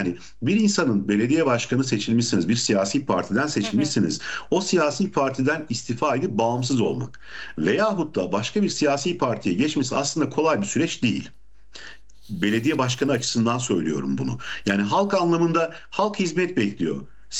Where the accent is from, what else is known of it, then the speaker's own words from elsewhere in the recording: Ankara, Turkey; bir Ankaralı olarak yani bir işte su hizmetiyle ilgili böyle bir sıkıntı yaşamamış, musluklardan çoğu zaman su içmeye imkanı bulmuş bir vatandaş olarak